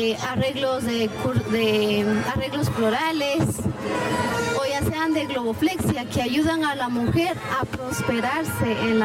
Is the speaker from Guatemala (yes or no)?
yes; Guatemala; tengo 19 años y representé dignamente a mi querida comunidad Aldea Las Pacayas.